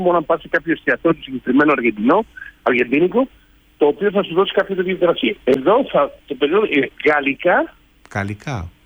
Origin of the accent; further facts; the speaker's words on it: Greece; moved away as an adult; now in Spain; Από το 97 εγώ έφυγα από Ελλάδα και πήγα στην Ισπανία και άνοιξα το πρώτο ταβέρνα στην Ισπανία.